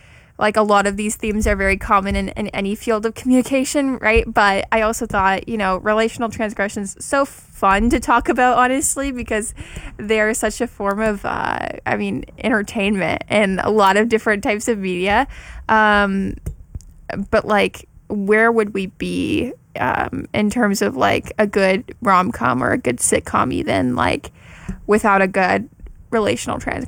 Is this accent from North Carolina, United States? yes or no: no; Texas, United States; now in Southern California, United States; I'm from Texas, and so like I thought that I had moved away from that stuff